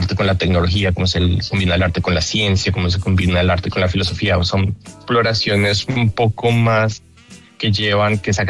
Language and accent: Spanish; Colombia; moved away as an adult; now in United States